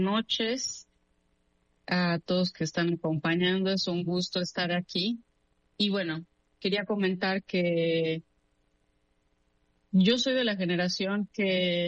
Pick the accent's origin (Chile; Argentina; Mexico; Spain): Mexico; Yo soy mexicana